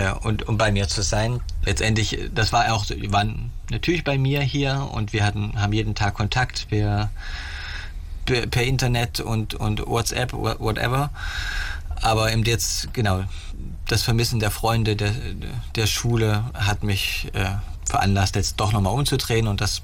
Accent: North Rhine-Westphalia, Germany; so dass ich Oktober wieder in meiner alten Heimat bin, im Münsterland.

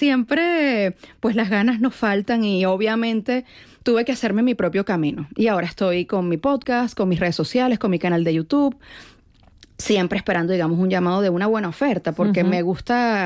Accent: Venezuela; now in Madrid, Spain; tengo 10 años que no voy a Venezuela también. En 10 años ha cambiado muchísimo el país.

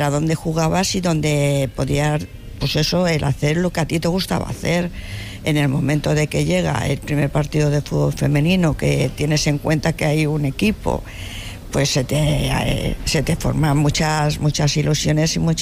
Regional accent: Madrid, Community of Madrid, Spain; Yo soy de Prosperidad. Y nos íbamos a jugar, que antes era todo campo, cuando yo era pequeña era todo campo, era Clara del Rey, Corazón de María.

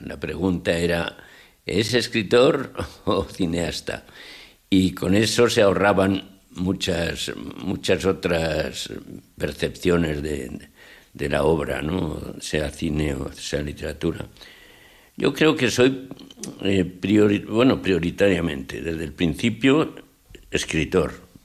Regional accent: Asturias, Spain; now in Madrid, Spain; Bueno, ahora me encuentro en Madrid, como estás viendo, pero vengo de Asturias y me gustaría volver a rodar allí.

